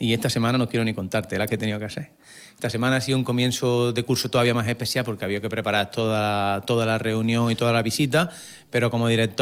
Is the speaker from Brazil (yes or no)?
no; a town in Seville province, Andalusia, Spain; moved away as an adult; also born or lived in Granada; now in Almería, Spain; aunque no soy de aquí, soy de Sevilla, de un pueblo de Sevilla, pero bueno, llevo desde el 98 aquí por Almería.